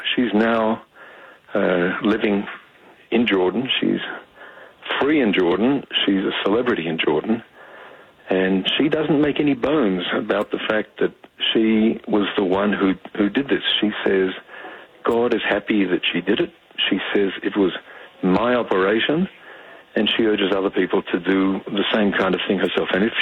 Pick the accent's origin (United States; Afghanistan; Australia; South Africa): Australia; That's because I'm an Australian, born in Australia.